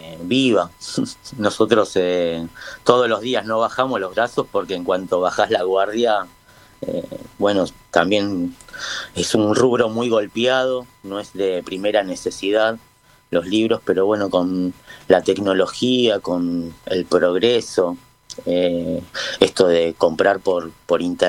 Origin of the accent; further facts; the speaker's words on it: Haedo, Buenos Aires Province, Argentina; born there; yo soy de acá, de AEDO, nacido en AEDO. Y bueno, mis viejos se conocieron en el 79, en el 80 nací.